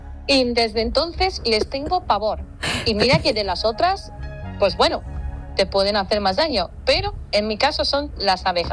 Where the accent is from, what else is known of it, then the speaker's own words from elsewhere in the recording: Andalusia, Spain; Y podría decirte que de Andalucía, pero también de muchos más.